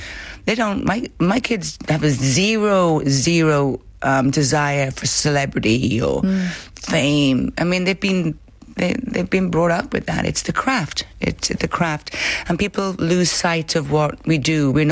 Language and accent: English; Wales, United Kingdom; And I said, I'm from Wales.